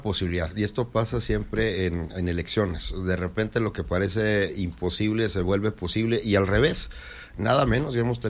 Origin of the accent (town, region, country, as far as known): Chihuahua, Mexico